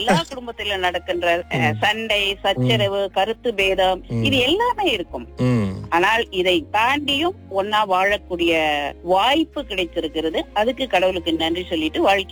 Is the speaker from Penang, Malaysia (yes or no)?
no; Sitiawan, Perak, Malaysia; நான் பிறந்து வளர்ந்த சித்தியவானில்